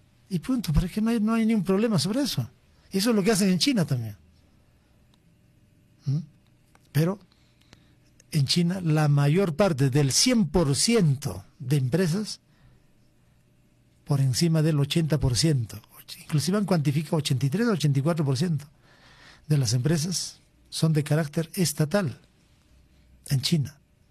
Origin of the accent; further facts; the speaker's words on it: Peru; ¿De qué somos los peruanos dueños?